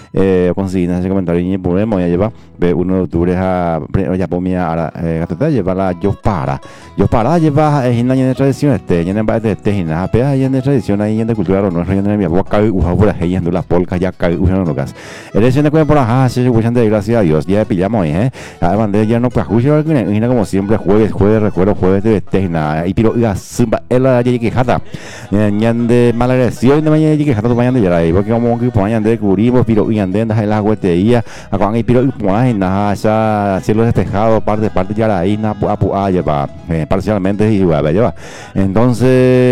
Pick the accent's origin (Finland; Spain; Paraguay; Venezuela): Paraguay; como buen paraguayo, paraguaya que somos